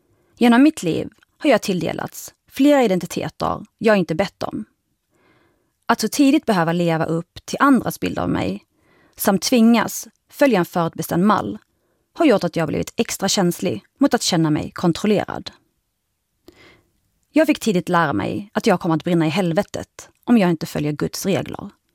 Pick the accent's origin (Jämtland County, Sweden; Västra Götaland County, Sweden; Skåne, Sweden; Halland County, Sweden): Skåne, Sweden; accent: Scanian; also born or lived in Iraq; Nu ser ni ju inte mig, men jag är kvinna. Det hör man dock. Jag är skåning. Det hörs också, tror jag. Jag är född i Irak.